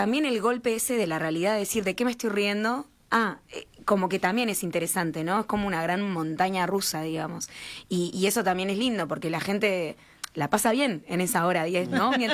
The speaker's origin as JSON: {"language": "Spanish", "country": "Uruguay", "said": "a veces a nosotros como uruguayos, uruguayas, nos cuesta comprenderlo más, porque quizás siento que en Uruguay, o es mi percepción, es más fácil identificar a veces los bloques"}